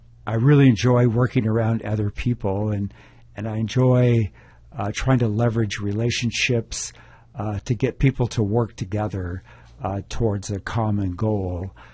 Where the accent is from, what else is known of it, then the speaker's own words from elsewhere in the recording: Roseburg, Oregon, United States; I was born and raised in Roseburg and went through the public schools in Joe Lane and Roseburg High School. And then after college, I returned here